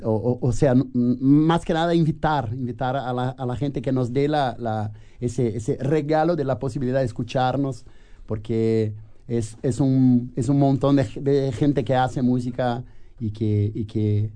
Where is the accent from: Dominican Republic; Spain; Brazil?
Brazil; southern Brazil; Spanish is a second language; nosotros que somos brasileños, a veces viajamos y encontramos una música que no conocimos. Porque yo, por ejemplo, soy de extremo sur. Y a veces voy al norte y eso para mí parece otro país